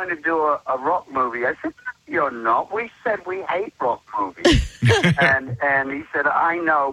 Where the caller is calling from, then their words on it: Nashville, Tennessee, United States; No, I live in Nashville, so...